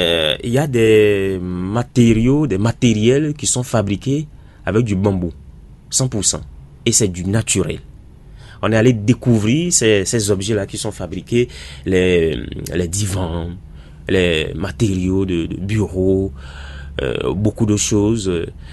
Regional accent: Benin; Nous, en tant que Béninois

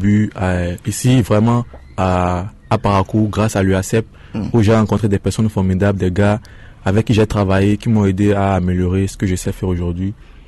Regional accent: Benin; je suis béninois.

